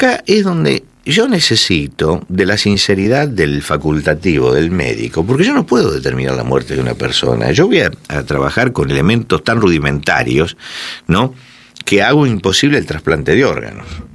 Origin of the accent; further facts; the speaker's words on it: Argentina; Yo fui asesor en su momento, en mi país, Argentina